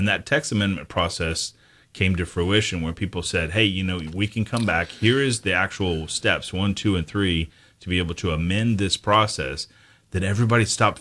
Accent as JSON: {"language": "English", "town": "Houston", "region": "Texas", "country": "United States", "tie": "born or raised there", "moved": "yes", "lives_now": "Corpus Christi, United States", "said": "I remember growing up in Houston"}